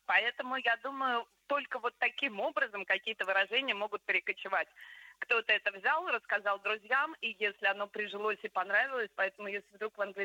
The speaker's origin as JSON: {"language": "Russian", "region": "Moscow", "country": "Russia", "tie": "born or raised there", "said": "я, как коренная москвичка"}